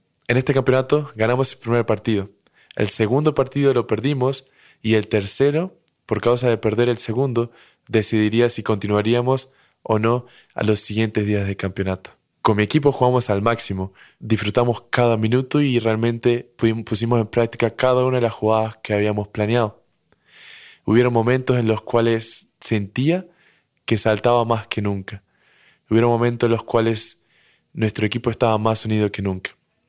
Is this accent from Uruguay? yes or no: yes; Rocha, Uruguay; soy de Rocha, una ciudad pequeña de aproximadamente 20.000 personas en Uruguay.